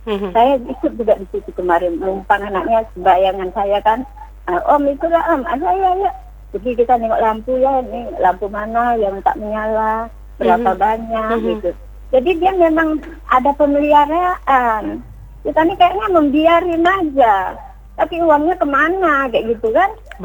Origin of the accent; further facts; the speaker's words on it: Indonesia; Dulu waktu saya masih kecil-kecil dulu Mbak Erita, ada di sebelah rumah saya di Kampung Jawa